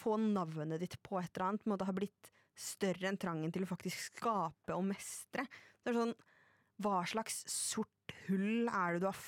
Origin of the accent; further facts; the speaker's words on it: Lillehammer, Innlandet, Norway; moved away as an adult; jeg bodde hjemme på Lillehammer selv.